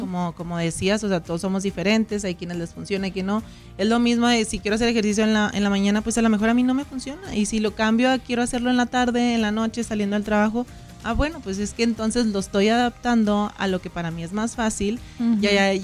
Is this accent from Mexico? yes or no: yes; Camargo, Mexico; Porque viajé, uh-huh, soy originaria de Camargo, entonces, okay, vengo de allá, vengo de carretera.